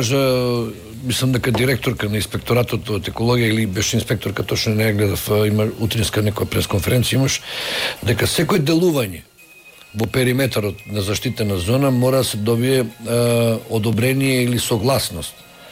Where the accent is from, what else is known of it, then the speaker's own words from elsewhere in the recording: Gostivar, Polog, North Macedonia; Јас сум од Гостивар.